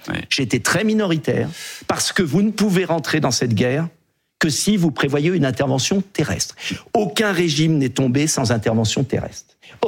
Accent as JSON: {"language": "French", "country": "France", "said": "Je suis français, donc je ne me permettrai pas d'intervenir dans la vie des pays."}